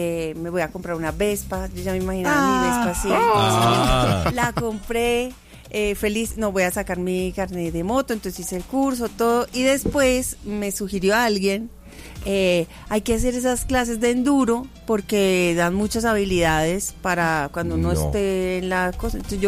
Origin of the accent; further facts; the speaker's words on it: Medellín, Antioquia, Colombia; moved away as an adult; yo crecí en la Comuna 13.